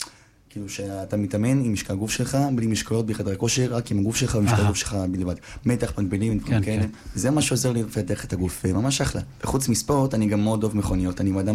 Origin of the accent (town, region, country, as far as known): Bat Yam, Tel Aviv District, Israel